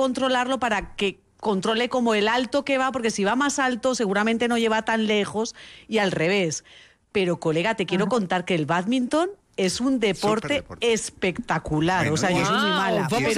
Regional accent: Spain; yo que vengo de clase media de España

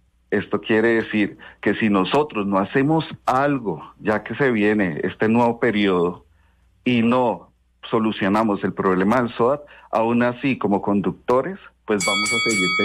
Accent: Colombia; aquí en Colombia, donde pagamos impuestos

